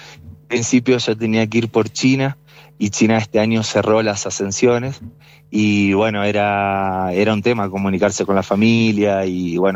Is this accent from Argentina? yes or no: yes; La Emilia, Buenos Aires Province, Argentina; Soy de La Emilia. Soy del pueblo de La Emilia.